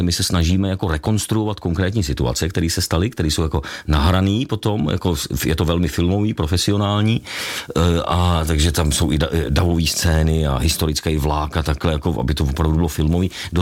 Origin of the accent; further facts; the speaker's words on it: Vrchlabí, Hradec Králové Region, Czechia; jakožto rodák z Vrchlabí. Takže to je moje jako domovina, byť teda jako ta vysoká střední Asie, ten Afghánistán, Tádžikistán, Pákistán je druhá domovina